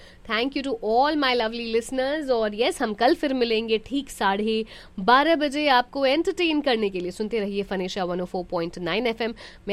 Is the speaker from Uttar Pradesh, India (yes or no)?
no; Bihar, India; और मैं बिहार से हूँ तो थोड़ा सा बिहार वाला मुझे बहुत ज़्यादा इस टाइम पे याद आता है